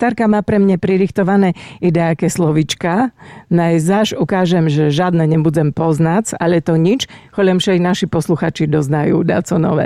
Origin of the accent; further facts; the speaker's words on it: Zemplín, Slovakia; No táto harčičok i u nás na Zemplíne.